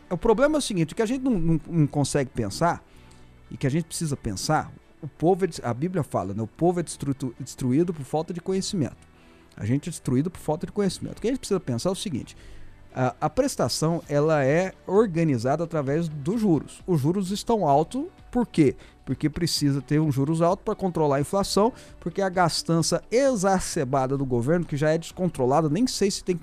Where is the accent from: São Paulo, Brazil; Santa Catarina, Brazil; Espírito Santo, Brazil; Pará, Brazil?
São Paulo, Brazil; now in Goiânia, Brazil; sou natural da Zona Leste de São Paulo. Então, é corintiano, certeza absoluta.